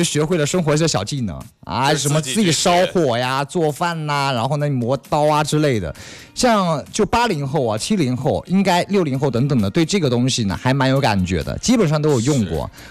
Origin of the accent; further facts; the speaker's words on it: Fujian, China; moved away; 因为我在东油长大的嘛